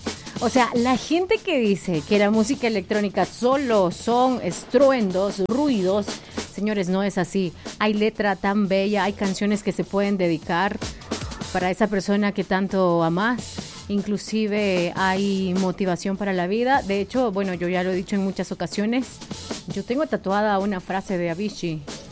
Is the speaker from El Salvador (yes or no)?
yes; El Salvador; 6262, más 503, ok, porque somos de El Salvador, más 503, 6262-2721.